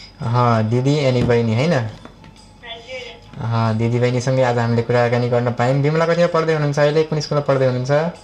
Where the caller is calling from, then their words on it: Nepalgunj, Lumbini Province, Nepal; अहँ, नेपालगञ्जदेखि।